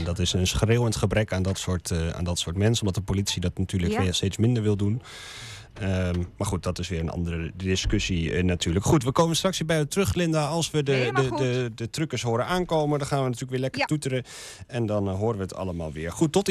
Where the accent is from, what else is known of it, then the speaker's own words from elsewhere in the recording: Wapenveld, Gelderland, Netherlands; Ik ben opgegroeid aan de Flessenbergenweg in Wapenveld.